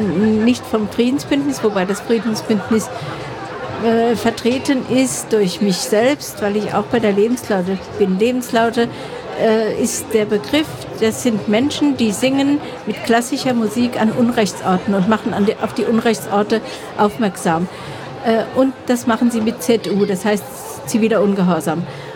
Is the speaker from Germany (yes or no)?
yes; Germany; Wir sind nämlich als Deutsche involviert